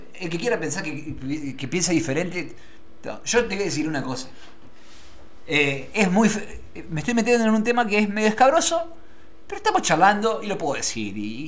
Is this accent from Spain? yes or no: no; Argentina; hasta dónde podemos llegar los argentinos